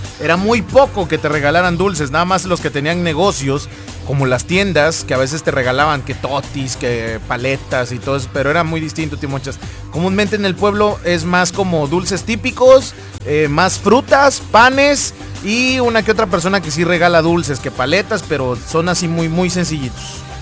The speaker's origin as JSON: {"language": "Spanish", "town": "Matamoros", "region": "Chiapas", "country": "Mexico", "tie": "born or raised there", "moved": "yes", "said": "saludos a mi gente allá en Matamoros, Chiapas, México."}